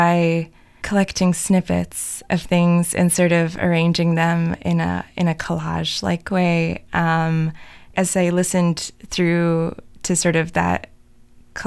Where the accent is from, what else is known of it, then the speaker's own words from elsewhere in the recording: Latvia; now in Kingston, Canada; I'm from Latvia, and I took some of the Zooms with me back home over Christmas break